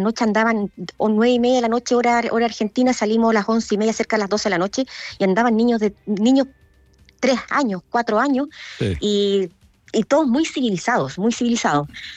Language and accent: Spanish; Chile; Pero yo tengo otros colores, yo no soy de la Católica. Así que, pero sí, soy chilena.